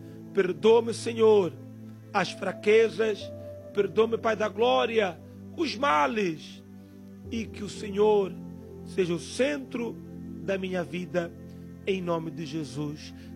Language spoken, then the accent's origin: Portuguese; Mozambique; moved away; lá em Moçambique, em minha terra